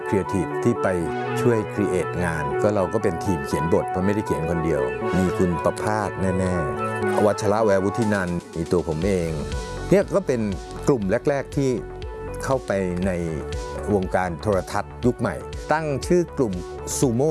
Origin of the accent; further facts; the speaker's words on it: Bangkok, Thailand; born there; จริงๆแล้วก็64แล้วเกิดในกรุงเทพมหานครแต่คุณพ่อแม่เป็นชาวสมุทรสงครามอัมพวาบางคนทีแถวๆนั้นนะครับมีสวนเป็นบ้าน